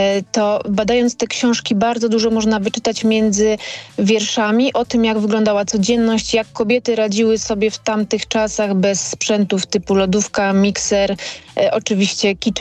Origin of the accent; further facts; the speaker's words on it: Gdańsk, Pomeranian Voivodeship, Poland; jestem z Gdańska